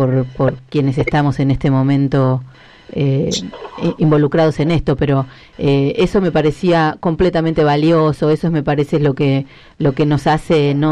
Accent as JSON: {"language": "Spanish", "region": "Buenos Aires Province", "country": "Argentina", "moved": "yes", "said": "Yo vengo de la provincia grande, que la nombran como fundamental, pero no lo sostengo de esa forma. Vengo de Buenos Aires"}